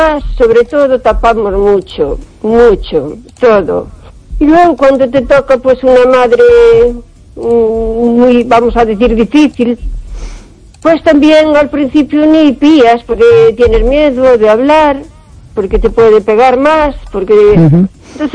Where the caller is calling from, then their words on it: O Carballiño, Galicia, Spain; de Carballiño.